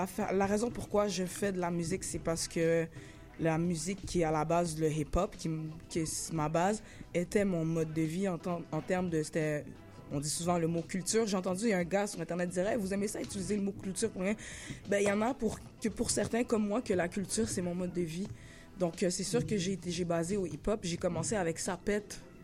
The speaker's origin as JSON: {"language": "French", "town": "Laval", "region": "Quebec", "country": "Canada", "tie": "born there", "moved": "yes", "lives_now": "Montreal, Canada", "said": "J'ai fait un petit temps à Montréal. Mes parents ont travaillé très fort. On est allé j'ai habité à SF. J'ai grandi à Sainte-Rose."}